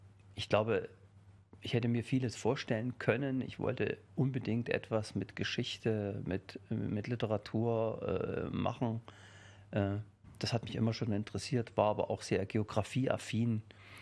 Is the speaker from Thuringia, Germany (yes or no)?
yes; Hirschberg, Thuringia, Germany; born there; Also ich bin gebürtiger Thüringer, bin 1965 in Hirschberg an der Saale geboren, im südöstlichsten Zipfel Thüringens, kann man sagen, genau an der Grenze zwischen Bayern, Thüringen und Sachsen.